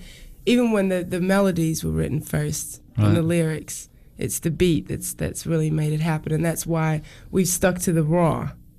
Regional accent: New York City, New York, United States; I love the kind of ragamuffin Latin sounds, and they always bring me back to the Lower East Side.

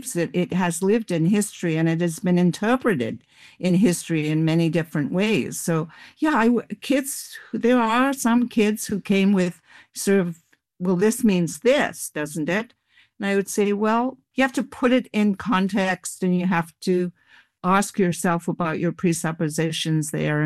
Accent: United Kingdom; moved away; See, I was raised in Britain.

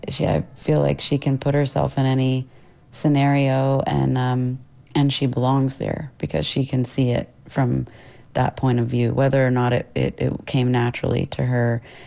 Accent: Meridian, Mississippi, United States; born or raised there

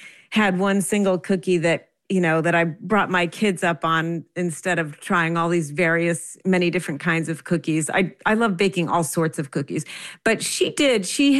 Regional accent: New Jersey, United States; growing up in New Jersey, which is where I grew up

